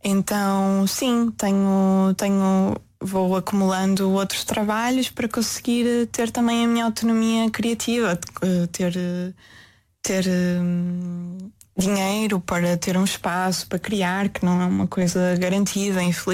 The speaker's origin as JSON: {"language": "Portuguese", "town": "Póvoa de Varzim", "region": "Porto", "country": "Portugal", "tie": "born there", "lives_now": "Porto, Portugal", "said": "eu nasci na Póvoa e então parte da minha família materna está na Póvoa, então eu viajava muitas vezes para a Póvoa e para o Porto."}